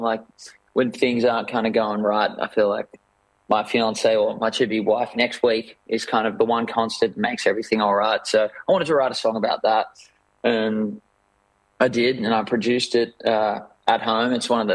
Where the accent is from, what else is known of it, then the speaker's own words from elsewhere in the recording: Seaforth, New South Wales, Australia; now in Sydney, Australia; So that's the suburb I grew up in Sydney there, Seaforth, yeah.